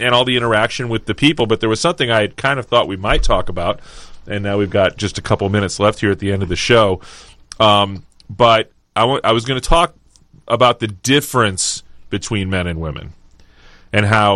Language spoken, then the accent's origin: English; Joplin, Missouri, United States; moved away; my hometown of Joplin, Missouri.